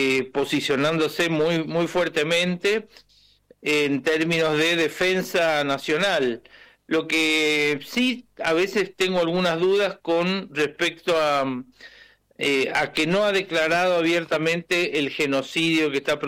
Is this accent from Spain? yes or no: no; Tunuyán, Mendoza, Argentina; born there; moved away as an adult; now in Ushuaia, Argentina; Mendoza capital estoy, pero soy nacido en Tunuyán